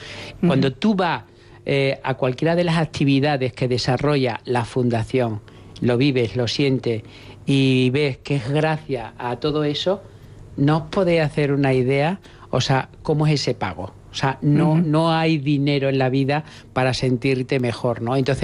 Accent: Extremadura, Spain; cómo somos los extremeños, cómo comemos, cómo vivimos.

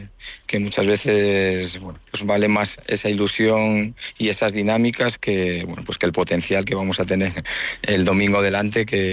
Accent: Santander, Cantabria, Spain; la gente que somos de aquí, de Santander, que hemos mamado esto desde la base

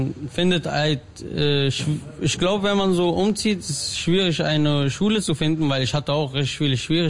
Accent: Berlin, Germany; Ich komme aus Wedding, hab früher im Wedding gewohnt und da war auch ein Friseur und kennt mich lange

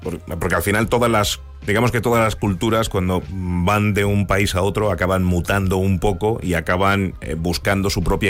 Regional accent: Argentina; sabiendo que yo soy una persona argentina y que realmente lo que estoy es participando de esto, pero con las limitaciones, evidentemente, de mi origen.

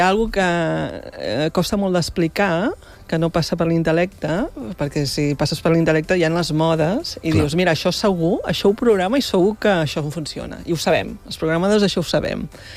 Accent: Barcelona, Catalonia, Spain; now in Empordà, Spain; jo soc de Barcelona, visc a l'Empordà, des de que soc director del festival

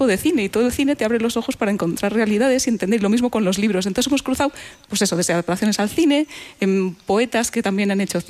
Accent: Madrid, Community of Madrid, Spain; now in Urueña, Spain; Isaac, que es de Barcelona, yo que soy de Madrid, pero ahora nos sentimos de Urueña.

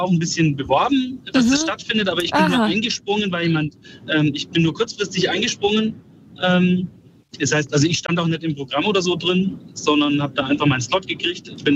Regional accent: Bayreuth, Bavaria, Germany; now in Berlin, Germany; Ich habe das in Bayreuth gemacht, das ist meine Heimatstadt.

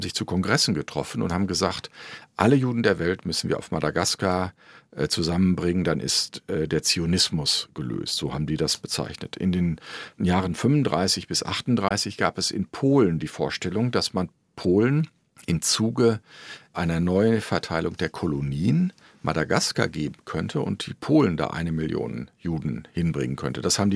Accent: North Rhine-Westphalia, Germany; Ich bin eben da im Hochsauerland groß geworden

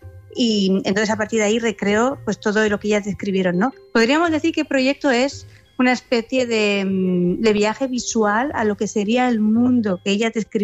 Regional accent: Basque Country, Spain; como yo soy vasca también, ¿no? Y como vasca, pues creciendo en estos bosques y en este mar tan bravo que tenemos

